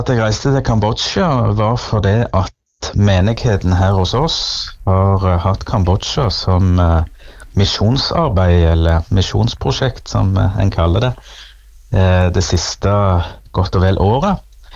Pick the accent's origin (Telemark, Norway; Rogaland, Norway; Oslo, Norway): Rogaland, Norway; also born or lived in Sunnmøre; now in Stavanger, Norway; Nå prest hjemme I Rogaland. Det veldig fint I bymenigheten Sandnes. Så jeg har flyttet hjem og gifte meg og etablert meg I Stavanger